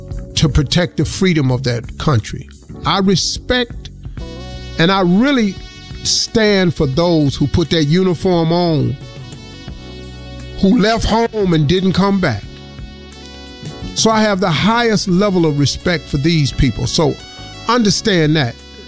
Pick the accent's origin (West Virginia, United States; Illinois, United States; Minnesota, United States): West Virginia, United States; Welch; I grew up in Welch, West Virginia. I saw colored-only water fountains. I saw colored-only restrooms. I saw Kresge's downtown where blacks couldn't sit at the lunch counters.